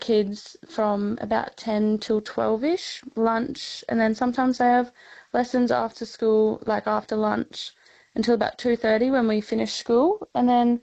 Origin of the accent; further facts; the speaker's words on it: Orange, New South Wales, Australia; now in Northern Territory, Australia; I'm originally from Orange in New South Wales.